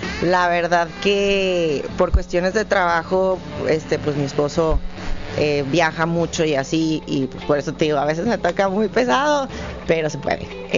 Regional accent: Caborca, Sonora, Mexico; moved away; Nosotros somos de Caborca

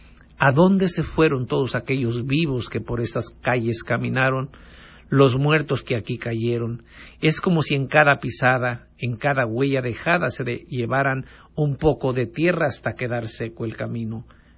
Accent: Vallecitos de Zaragoza, Guerrero, Mexico; de mi pueblo, de Vallecitos de Zaragoza, allá en lo alto de la sierra de Zihuatanejo. Estamos a una hora de distancia.

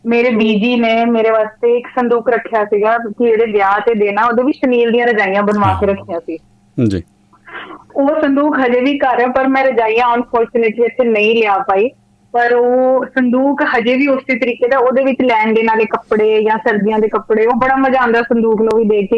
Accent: Punjab, India; ਮੇਰਾ ਪਿੰਡ ਵੀ ਤੁਹਾਡੇ ਨਵਾਂ ਸ਼ਹਿਰ ਦੇ ਕੋਲ ਹੀ ਸੀਗਾ

